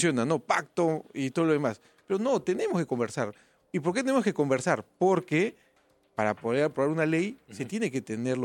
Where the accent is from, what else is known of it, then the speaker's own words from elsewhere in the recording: Puerto Maldonado, Madre de Dios, Peru; Yo soy de Madre de Dios